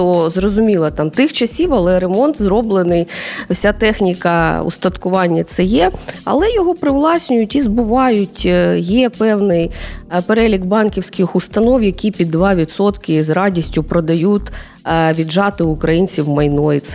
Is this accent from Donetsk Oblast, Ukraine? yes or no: yes; Donetsk Oblast, Ukraine; на моїй рідній Донеччині